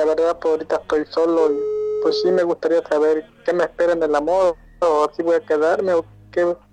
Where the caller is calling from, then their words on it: Quintana Roo, Mexico; De aquí, de un pueblo de aquí aquí cerca de Chetumal.